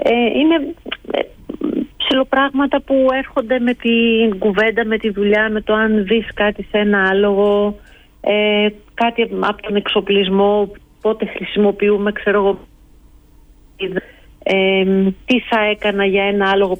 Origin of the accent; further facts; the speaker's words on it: Ioannina, Epirus, Greece; είμαι από τα Γιάννενα, οπότε το χωριό του παππού μου ήταν η Δοδόνη.